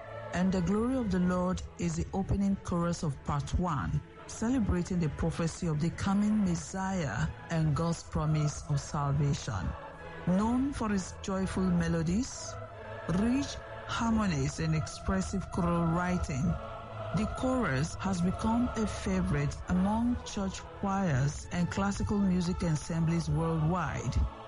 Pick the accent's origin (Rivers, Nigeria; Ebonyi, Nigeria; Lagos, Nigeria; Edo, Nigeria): Lagos, Nigeria; Surulere; from Surulere